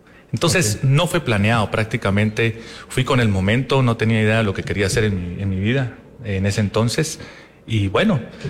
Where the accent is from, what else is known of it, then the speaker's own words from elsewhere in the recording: Guatemala; moved away as an adult; now in Houston, United States; yo crecí aquí en Guatemala, hice mis estudios aquí en Guatemala, tuve muy buena educación, muy buena familia, muy buenos padres.